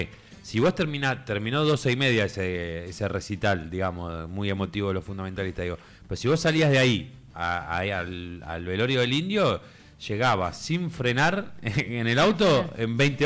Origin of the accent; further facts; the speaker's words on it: Argentina; Usted también, venimos de Argentina.